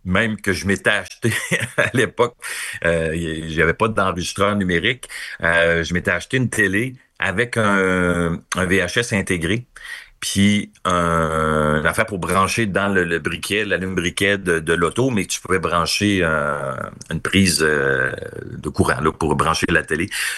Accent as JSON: {"language": "French", "town": "Quebec City", "region": "Quebec", "country": "Canada", "said": "Puis moi, j'étais tellement content, moi, j'étais un gars de Québec, fait que j'étais partisan des Nordiques."}